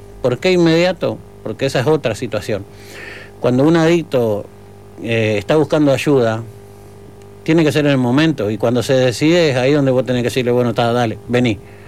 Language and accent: Spanish; Argentina; now in Uruguay; En mi caso, yo soy argentino, vine de allá de Argentina